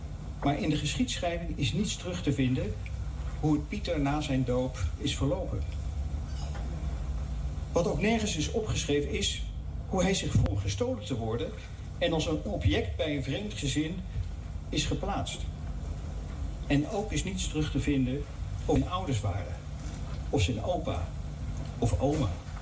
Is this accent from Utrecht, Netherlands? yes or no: yes; Amersfoort, Utrecht, Netherlands; als Amersfoorter.